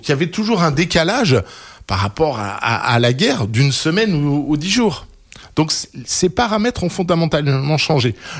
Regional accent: La Rochelle, Nouvelle-Aquitaine, France; moved away; je suis originaire de La Rochelle.

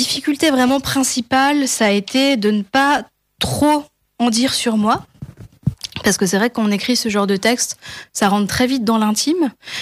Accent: Grand Est, France; Je suis originaire de la région d'Alsace

